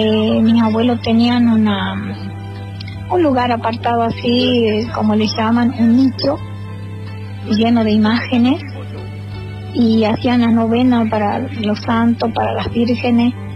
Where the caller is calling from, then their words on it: Salta, Argentina; Soy de la ciudad de Salta, de la nación argentina.